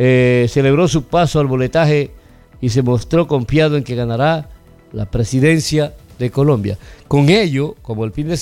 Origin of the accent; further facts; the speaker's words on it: Ecuador; ¿Qué nos queda decir a nosotros como ecuatorianos desde nuestras casas, de nuestros hogares?